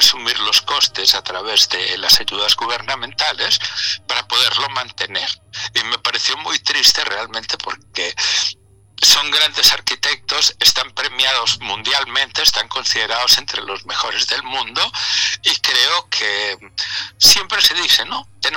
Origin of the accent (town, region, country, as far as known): Spain